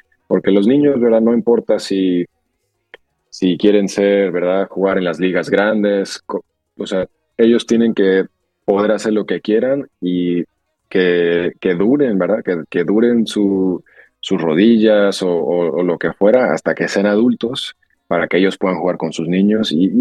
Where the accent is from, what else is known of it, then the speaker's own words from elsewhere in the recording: McAllen, Texas, United States; moved away as an adult; also born or lived in San Antonio, Texas / Puerto Rico; now in Lehigh Valley, United States; Y yo crecí en Texas, crecí en la frontera de Texas, en una ciudad que se llama McAllen. Y de hecho allá le dicen el valle del Río Grande. Y ahora me mudé al valle de Lehigh Valley